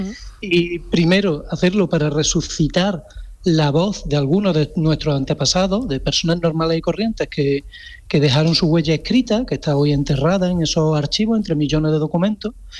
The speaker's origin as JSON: {"language": "Spanish", "region": "Andalusia", "country": "Spain", "said": "la radio pública, que es la más escuchada de Andalucía, que es mi tierra, es un verdadero privilegio."}